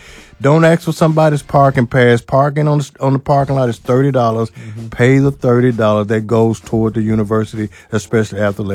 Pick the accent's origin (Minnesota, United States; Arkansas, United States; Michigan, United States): Arkansas, United States; Pine Bluff; I'm not an alumnus, but I am Pine Bluff is my hometown.